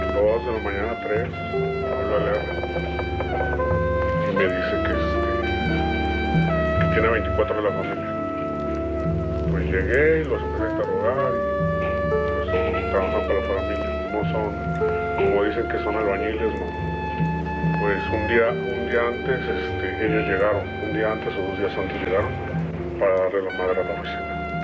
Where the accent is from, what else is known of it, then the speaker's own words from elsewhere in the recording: Mexico City, Mexico; born there; now in Querétaro, Mexico; Nací en el Distrito Federal.